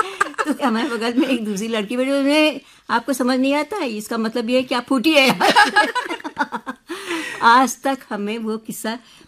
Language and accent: Hindi; Lucknow, Uttar Pradesh, India; हम लखनऊ में पैदा हुए और लखनऊ में ही है।